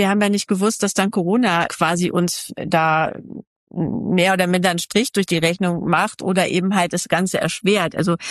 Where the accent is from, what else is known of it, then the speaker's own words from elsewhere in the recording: Mönchengladbach, North Rhine-Westphalia, Germany; moved away as an adult; also born or lived in Göttingen / Einbeck; now in Halifax, Canada; Also ich komme ganz ursprünglich aus Mönchengladbach, es am linken Niederrhein liegt. Ich habe meinen Mann getroffen dann, der aus Celle kommt, und wir beide sind dann gemeinsam nach Einbeck gezogen. Zuerst nach Göttingen und dann später nach Einbeck.